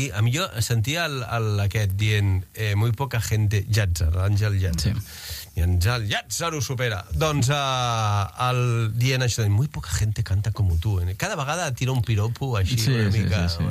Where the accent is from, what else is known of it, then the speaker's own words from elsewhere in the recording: Catalonia, Spain; perquè a Catalunya és el mateix. Vull dir que estem com que 5 som catalans